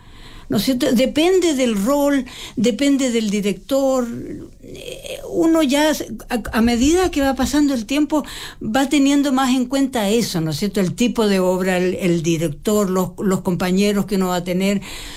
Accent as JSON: {"language": "Spanish", "country": "Chile", "tie": "born or raised there", "also_born_or_lived": "Mexico", "said": "Pero soy chilena, pero tengo nacionalidad chilena, porque yo nací en México, mis papás fueron exiliados de la Guerra Civil Española a México, y nací en México, y mi papá tenía unos parientes en Chile, y cuando yo tenía 7 años, decidió venir a Chile"}